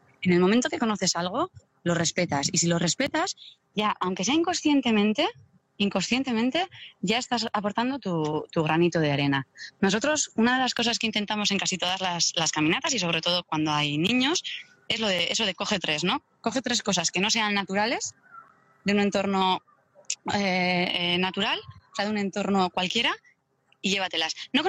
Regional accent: Deba, Basque Country, Spain; yo porque soy de Deva, yo la primera vez que fui a la iglesia de Deva en visita guiada

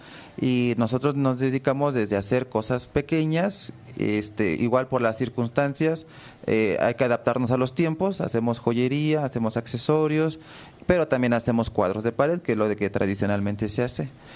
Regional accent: Tlalpujahua, Michoacán, Mexico; Yo vengo de Tlalpujahua, en una comunidad que se llama San Miguel Tlacotepec, comunidad indígena que está a unos pocos kilómetros de la cabecera municipal

